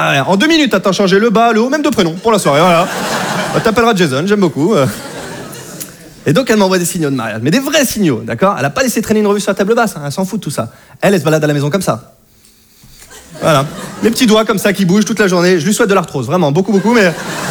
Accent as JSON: {"language": "French", "region": "Normandy", "country": "France", "said": "je viens de Normandie"}